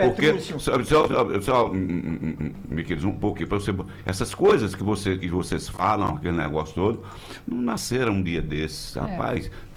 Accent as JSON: {"language": "Portuguese", "town": "Recife", "region": "Pernambuco", "country": "Brazil", "said": "não como pernambucano, mas como cidadão recifense."}